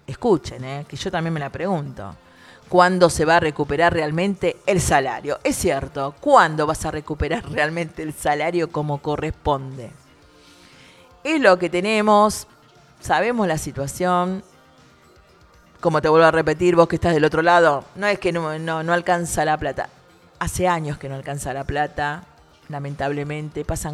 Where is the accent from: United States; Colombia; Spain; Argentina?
Argentina; nosotros somos de Buenos Aires